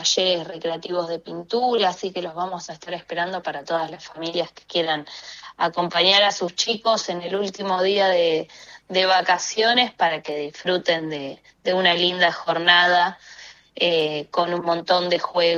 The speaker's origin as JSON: {"language": "Spanish", "region": "Buenos Aires", "country": "Argentina", "said": "nosotros que somos patagónicos y bonaerenses"}